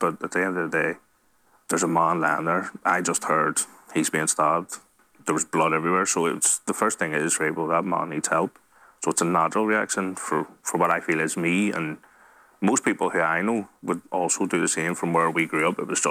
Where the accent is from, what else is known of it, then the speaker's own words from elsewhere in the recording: Belfast, Northern Ireland, United Kingdom; when we grew up in Belfast, you know, we grew up in West Belfast